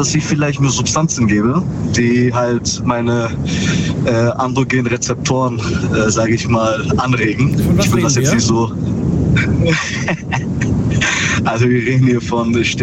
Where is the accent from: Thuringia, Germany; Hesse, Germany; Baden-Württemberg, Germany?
Baden-Württemberg, Germany; Ravensburg; Aus Ravensburg.